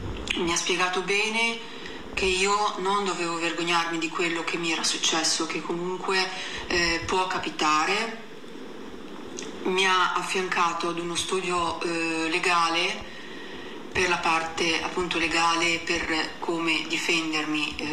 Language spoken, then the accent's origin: Italian; Genoa, Liguria, Italy; sono di Genova.